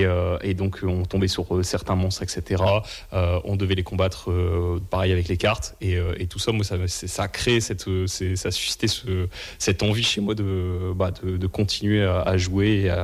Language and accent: French; Lille, Hauts-de-France, France; En fait, moi, de base, je suis lillois. J'ai toujours été... je suis né là-bas et j'y suis toujours resté.